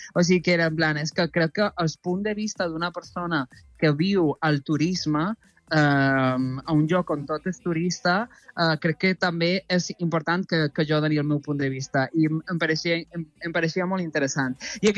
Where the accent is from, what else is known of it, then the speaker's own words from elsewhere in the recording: Mallorca, Balearic Islands, Spain; Els meus pares són de fora, però jo sóc d'aquí